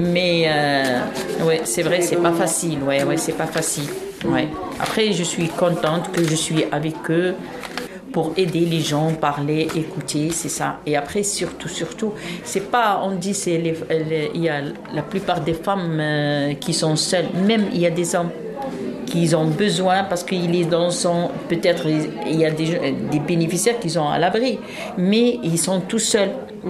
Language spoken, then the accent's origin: French; Algeria; Oui, oui, oui. Moi, je suis algérienne.